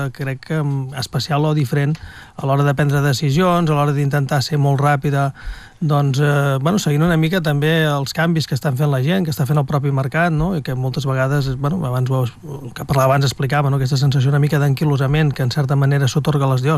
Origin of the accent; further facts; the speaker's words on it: Catalonia, Spain; Home, som catalans, hem de començar com toca